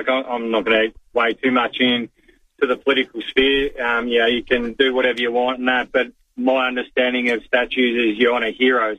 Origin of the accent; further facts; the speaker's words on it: Geelong, Victoria, Australia; growing up in Geelong in the 90s, it was hard not to get behind the Cats.